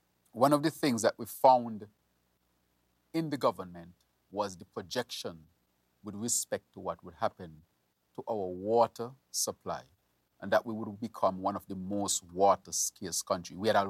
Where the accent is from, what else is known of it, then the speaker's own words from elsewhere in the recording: Saint Kitts, St. Kitts & Nevis; I'm from St. Peter's